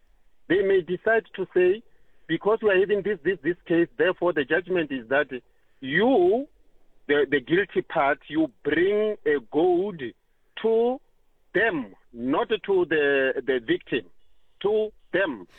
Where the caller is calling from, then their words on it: Bela-Bela, Limpopo, South Africa; I'm calling from Limpopo in Bela-Bela.